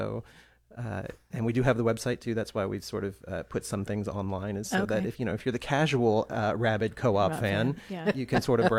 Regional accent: Baton Rouge, Louisiana, United States; now in Austin, United States; I am from Baton Rouge, Louisiana. So this is all at Louisiana State University.

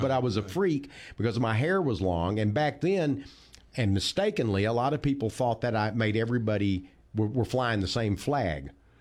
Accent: Texas, United States; I came from East Texas. I came from blue collar.

